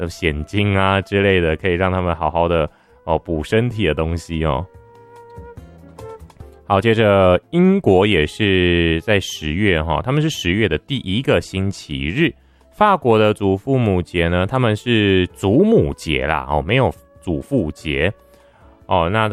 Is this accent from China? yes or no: no; Taiwan; 为了要唤起我们台湾人呢更加重视家庭世代的这个关系落实哦